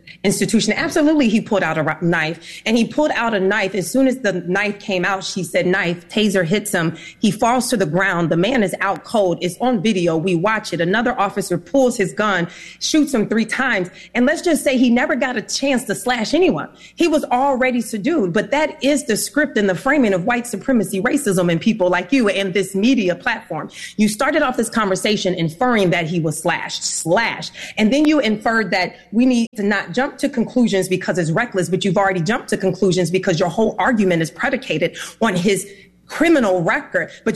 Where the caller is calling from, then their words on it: Madison, Wisconsin, United States; I'm from Madison, Wisconsin.